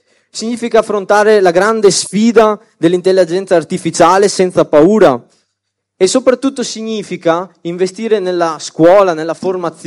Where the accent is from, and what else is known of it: Veneto, Italy